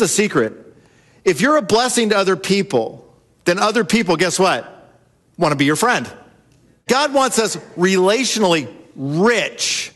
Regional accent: California, United States; Jared and I grew up in Southern California. She had a small pool in her backyard. I had a small pool in my backyard.

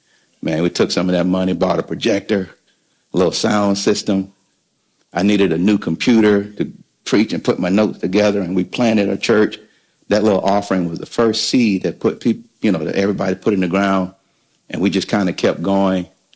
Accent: Alabama, United States; I'm from Alabama now

